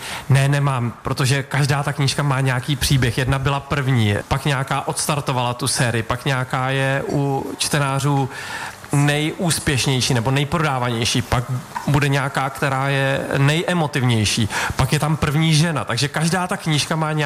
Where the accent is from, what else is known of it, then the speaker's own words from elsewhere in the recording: Bolehošť, Hradec Králové Region, Czechia; moved away as an adult; also born or lived in Rychnov nad Kněžnou / Prague; Narodil jsem se v Rychnově nad Kněžnou, protože v Opočně, které bylo blíž, zrovna malovali. A jinak jsem až do 18 let, kdy jsem pak šel studovat do Prahy, tak jsem žil v Bolehošti.